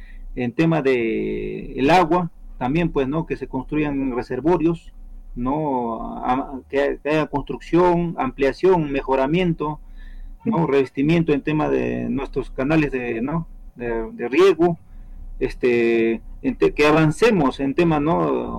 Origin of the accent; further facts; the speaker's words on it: Chumpi, Ayacucho, Peru; Yo desde mi niñez, doctor, he vivido en Chumpi, ¿no?